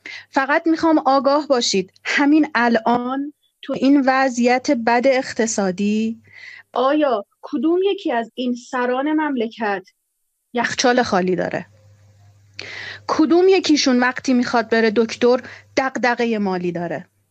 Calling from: Tehran, Tehran Province, Iran; من از تهران هستم، از 18 و 19 دی برگشتم.

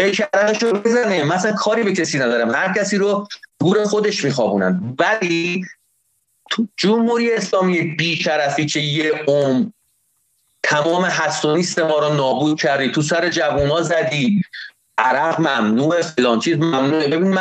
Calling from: Tehran, Tehran Province, Iran; من خودم به عنوان یه کاسب از تهران نگاه میکنم

